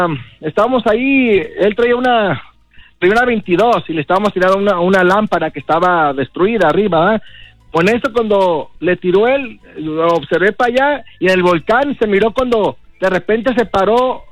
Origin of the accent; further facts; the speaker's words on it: Tepames, Colima, Mexico; soy de Tepame, es un saludo a la gente de Tepame, sí, que está escuchando la 101.9.